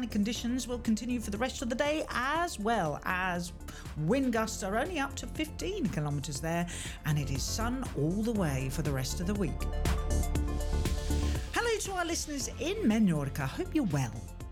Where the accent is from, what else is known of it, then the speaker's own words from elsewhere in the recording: Windsor, South East England, United Kingdom; Over to the outskirts of London, that's Windsor, my hometown.